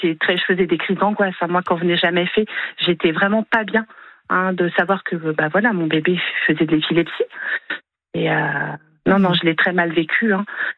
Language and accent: French; Saumur, Pays de la Loire, France; Moi, je suis de Saumur